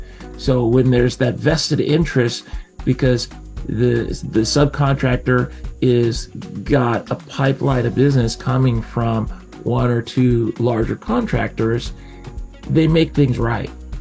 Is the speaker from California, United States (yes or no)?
no; Seattle, Washington, United States; I grew up here in the Seattle area